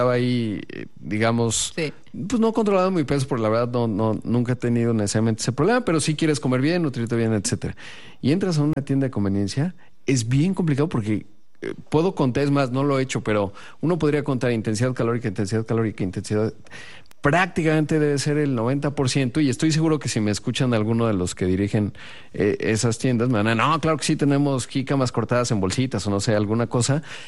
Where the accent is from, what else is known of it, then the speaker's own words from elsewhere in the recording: Mexico; uno como mexicano, yo me frustraba